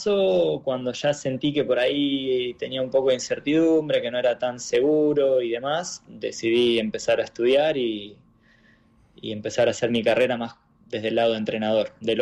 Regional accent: Trelew, Chubut, Argentina; moved away; soy argentino y puntualmente de Trelew. Tengo un orgullo muy grande por eso.

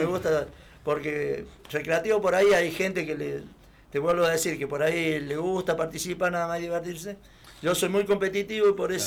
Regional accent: San Luis, Argentina; moved away as an adult; En realidad soy de San Luis, yo viví en San Luis

